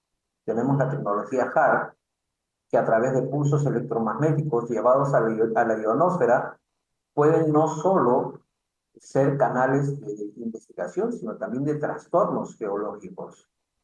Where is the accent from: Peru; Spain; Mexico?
Peru; Otra la tengo aquí en mi país, en el Perú